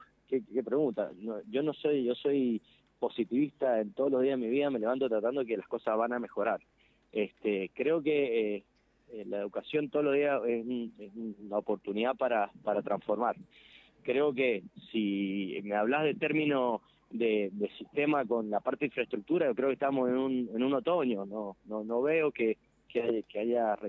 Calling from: Costa de Araujo, Mendoza, Argentina; yo vivo en Costa Araujo

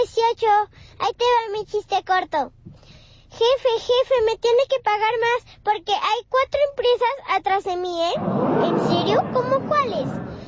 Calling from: Pachuca, Hidalgo, Mexico; 7 años, vengo de Pachuca.

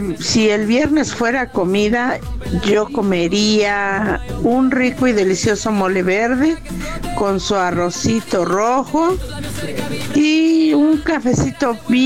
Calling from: Mexico; te escuchamos desde Pradera de Virreyes.

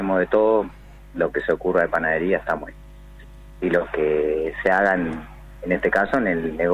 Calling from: Santa Fe, Argentina; Estamos en el norte casi de Santa Fe, estamos a 220 kilómetros del Chaco

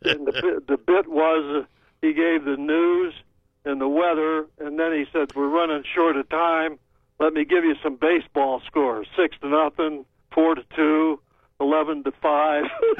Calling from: Salem, Ohio, United States; I'm calling from Salem.

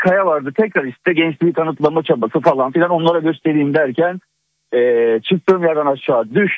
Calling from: Izmir, İzmir, Turkey; İzmir'den ikinci

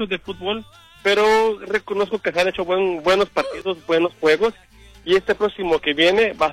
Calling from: Mexico; Como mexicano, pues, obvio, México.

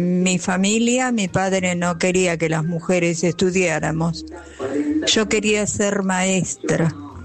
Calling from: Jáuregui, Buenos Aires, Argentina; de Jáuregui

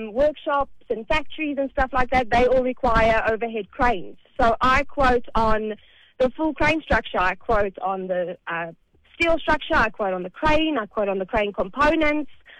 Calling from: Benoni, Gauteng, South Africa; But I'm calling from Benoni in Joburg.

